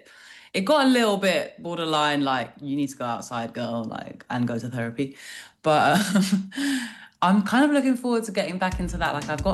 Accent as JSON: {"language": "English", "country": "Kosovo", "said": "And honestly, I'm from Kosovo. We love it."}